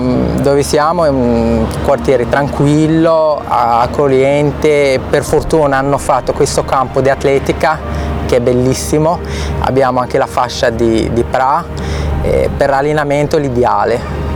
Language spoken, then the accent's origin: Italian; Casablanca, Casablanca-Settat, Morocco; Italian is a second language; moved away as an adult; now in Genoa, Italy; Io sono di Casablanca, fasciata sul mare